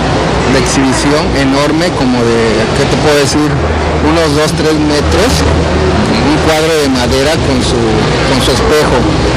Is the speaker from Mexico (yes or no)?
yes; Emiliano Zapata, Tabasco, Mexico; soy de Emiliano Zapata